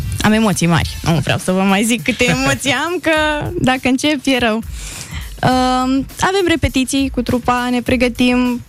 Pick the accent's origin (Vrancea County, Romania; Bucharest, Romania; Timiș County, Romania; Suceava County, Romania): Suceava County, Romania; Suceava; Eu sunt din Suceava.